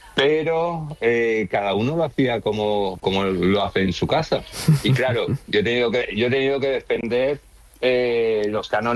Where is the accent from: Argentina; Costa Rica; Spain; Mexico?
Spain; Valencian Community; Yo pensaba que iba a ser muy sencillo defender aquí la paella, como valenciano que soy.